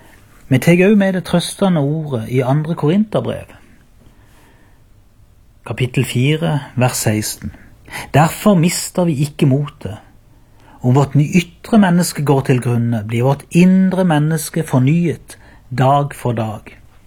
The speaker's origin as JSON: {"language": "Norwegian", "town": "Byremo", "region": "Agder", "country": "Norway"}